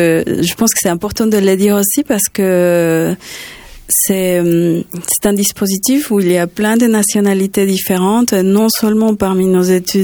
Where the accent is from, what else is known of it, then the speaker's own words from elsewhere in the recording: Venezuela; French is a second language; now in Toulouse, France; j'enseignais déjà le français au Venezuela, mon pays d'origine.